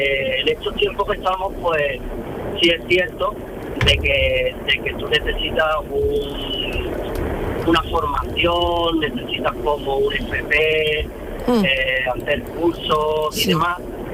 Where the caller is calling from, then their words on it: Utrera, Andalusia, Spain; tengo 47 años y soy de Utrera. De Utrera